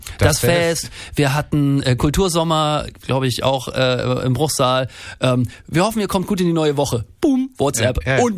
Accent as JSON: {"language": "German", "region": "East Germany", "country": "Germany", "said": "Ich komme ja aus der Zone, also aus der DDR, da gab es keine Tennisplätze und demzufolge auch keine Tennisspieler."}